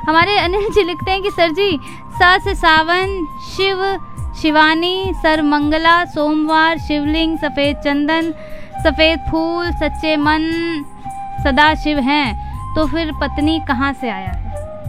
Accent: Uttar Pradesh, India; हमारे यहाँ यूपी में

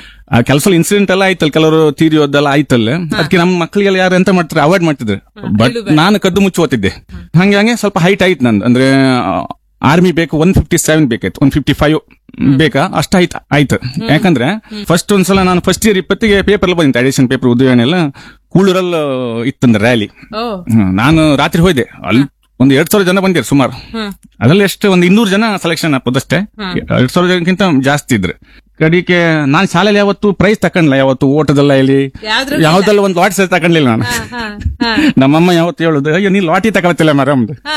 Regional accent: Koteshwara, Karnataka, India; born there; now in Basrur, India; ಬಸರೂರು ಮೊದಲು ಹುಟ್ಟದ್ದು ಕೋಟೇಶ್ವರ.

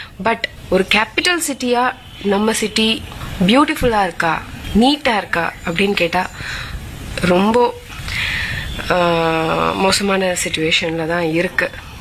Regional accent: Chennai, Tamil Nadu, India; நான் ஒரு மலையாளியாக இருந்தாலும் பிறந்து வளர்ந்தது எல்லாமே சென்னை தான்.

